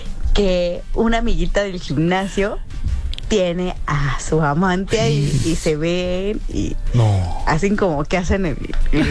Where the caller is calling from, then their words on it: Nezahualcóyotl, State of Mexico, Mexico; los escucho desde Nesa Norte.